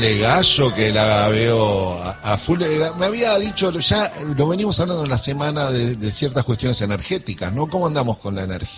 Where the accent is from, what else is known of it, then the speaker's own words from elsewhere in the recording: Spain; Soy española.